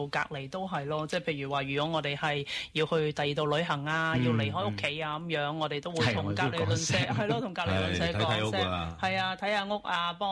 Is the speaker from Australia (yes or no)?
yes; Australia; 咁咧都係鼓勵我哋澳洲人啦，去多啲接觸我哋嘅鄰居。咁尤其我哋澳洲啦，地方咁大咧。